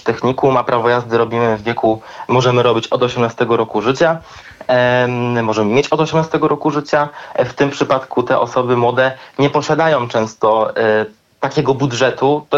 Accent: Kołobrzeg County, West Pomeranian Voivodeship, Poland; Sam pochodzę z powiatu kołobrzeskiego.

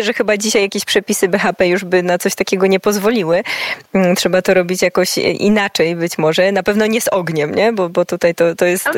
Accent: Wrocław, Lower Silesian Voivodeship, Poland; tak sobie przypominam właśnie te czasy przedszkolne, wychowywałam się we Wrocławiu i chodziliśmy po prostu nad Odrę z paniami przedszkolankami.

